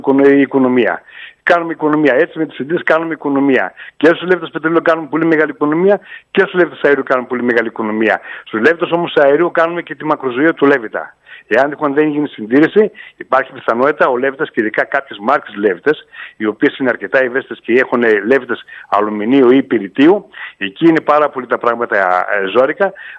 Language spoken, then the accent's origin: Greek; Greece; σαν Έλληνες